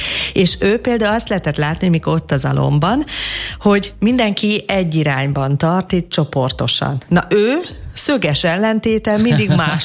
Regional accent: Transylvania, Romania; gyerekkoromban Erdélyben rengeteg mérges viperával, kígyóval találkoztam

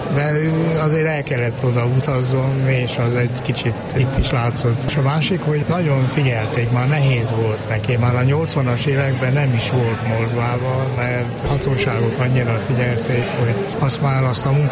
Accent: Harghita, Romania; Ugye én a Csíki székely vagyok, én jobban ismertem az a keleti részt

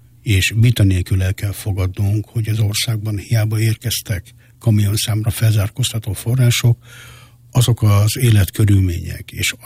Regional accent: Hungary; magyarok és cigányok vagyunk egyaránt. Annyira vagyunk cigányok, mint amennyire magyarok, és annyira magyarok, amennyire cigányok.

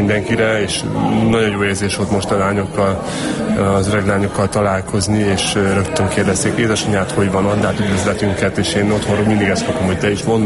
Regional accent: Romania; now in Hungary; a junior éveimet a román bajnokságban játszottam, és utána kerültem Magyarországra, lettem magyar állampolgár

